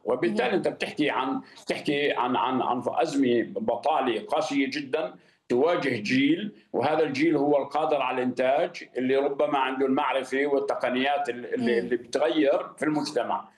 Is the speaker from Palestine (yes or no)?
yes; Palestine; now in Ramallah, Palestine